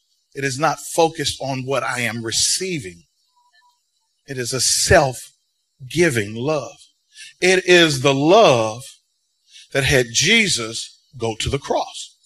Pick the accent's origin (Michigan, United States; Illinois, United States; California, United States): Illinois, United States; Chicago; I grew up in South Side of Chicago, all around black people